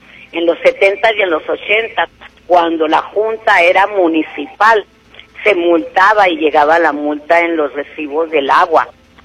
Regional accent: Ciudad Juárez, Chihuahua, Mexico; born there; Yo desgraciadamente nací en Chihuahua, y digo desgraciadamente porque a mí me hubiera gustado nacer aquí en Juárez. Tengo 58 años viviendo aquí en Juárez.

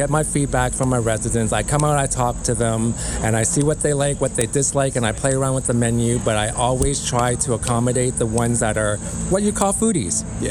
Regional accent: Vietnam; So last month, we went to Vietnam. So that was my home country.

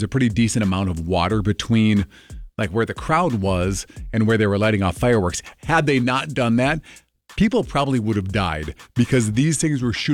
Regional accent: Duluth, Minnesota, United States; we were watching the 4th of July fireworks in my hometown of Duluth.

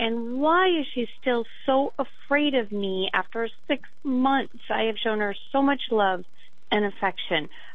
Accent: Anchorage, Alaska, United States; I am from Anchorage, Alaska.

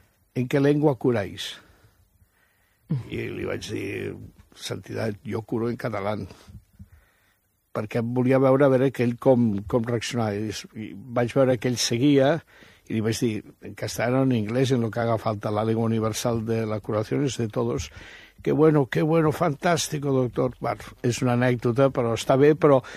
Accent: Barcelona, Catalonia, Spain; com a barceloní

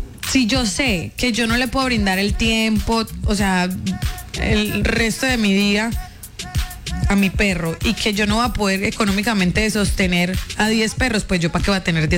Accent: Venezuela; born there; moved away; Yo sí amo mi pueblito donde viví y espero que todo se solucione pronto en Venezuela, porque ese pueblito queda en Venezuela.

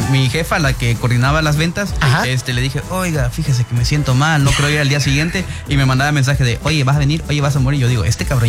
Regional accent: Tuxtepec, Oaxaca, Mexico; Yo soy originario de Tuxtepec, Oaxaca.

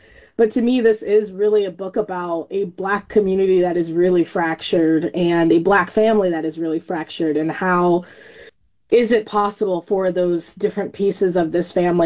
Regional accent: California, United States; And I'm from California, so I had no cultural connection to that or any knowledge about these places even existing.

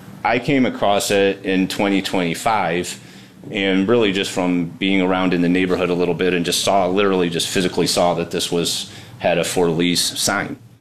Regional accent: Grayling, Michigan, United States; I got talking to Senator Levin because, you know, I'm from Michigan and he was our senator.

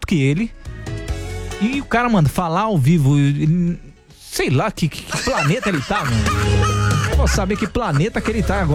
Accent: Corumbá, Mato Grosso do Sul, Brazil; Bom dia, sou de Corumbá. Ó, tamo aqui no trabalho, aqui na padaria.

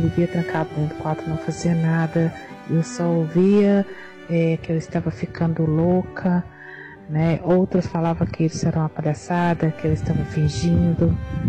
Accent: Belo Horizonte, Minas Gerais, Brazil; sou de BH.

